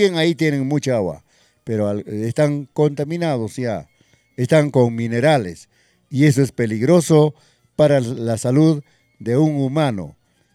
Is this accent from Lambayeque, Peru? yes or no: no; Huaraz province, Independencia district, Ancash, Peru; nuestra provincia de Huaraz, nuestro distrito de Independencia